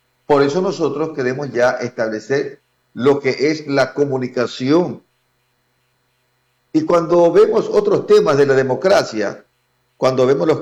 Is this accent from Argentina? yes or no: no; Ecuador